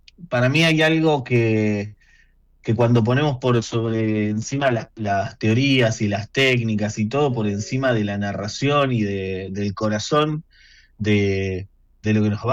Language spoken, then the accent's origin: Spanish; La Plata, Buenos Aires Province, Argentina; yo soy de La Plata, nacido, criado y formado en la Universidad Nacional de La Plata, orgullosamente.